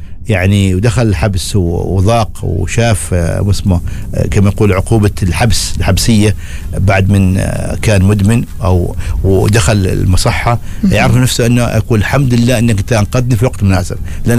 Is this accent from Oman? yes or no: yes; Oman; طبعا عندنا في سلطنة عمان عن طريق الفحص